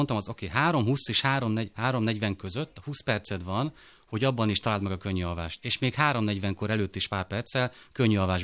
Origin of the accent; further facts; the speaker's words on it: Szabolcs-Szatmár-Bereg, Hungary; én Szabolcsi vagyok